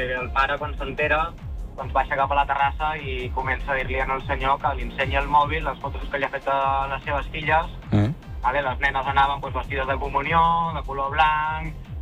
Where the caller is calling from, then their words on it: Bordils, Catalonia, Spain; fa un any que estic visquent aquí a Bordil.